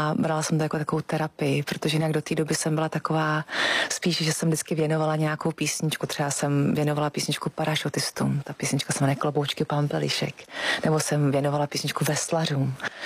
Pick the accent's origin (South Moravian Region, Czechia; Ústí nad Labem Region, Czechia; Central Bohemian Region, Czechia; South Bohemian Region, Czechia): Central Bohemian Region, Czechia; Votice; Ano, já pocházím z Votic, což je vlastně u Benešova asi 6000 městečko.